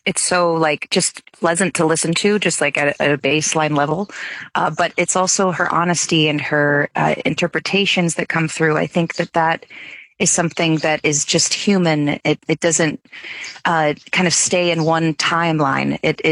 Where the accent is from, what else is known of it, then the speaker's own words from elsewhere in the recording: Virginia, United States; moved away; I grew up in Virginia, like down the mountain from her, if you will.